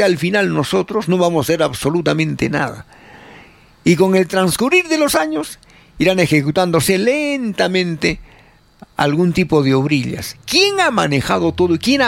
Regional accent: Arequipa, Peru

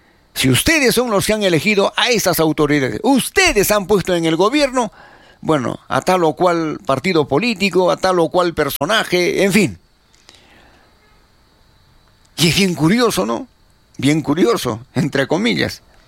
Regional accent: Peru; el grueso de peruanos, ¿no?, tenemos

